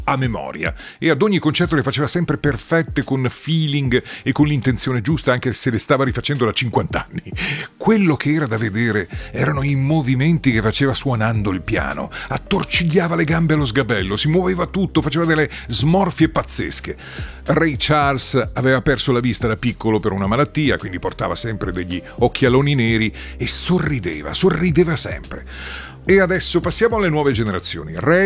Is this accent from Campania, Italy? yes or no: no; Piedmont, Italy; Mi ricordo di essere stato in un mitico locale dalle mie parti da ragazzino a vederlo dal vivo allo Sporting di Santià